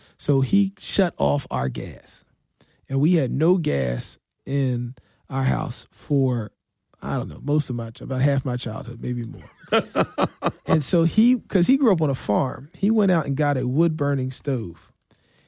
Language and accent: English; Philadelphia, Pennsylvania, United States; I live at 16th and Lehigh. I grew up at 18th and Diamond.